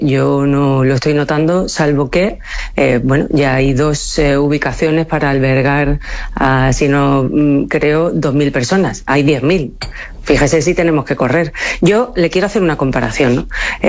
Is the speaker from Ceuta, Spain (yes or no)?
yes; Ceuta, Spain; Los que somos de Ceuta conocemos evidentemente a nuestros vecinos porque al final es una ciudad pequeña y todos nos conocemos y todos sabemos, ¿no?